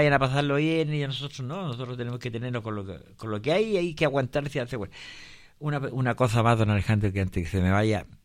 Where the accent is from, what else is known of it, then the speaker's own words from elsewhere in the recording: Chile; todos nosotros como chilenos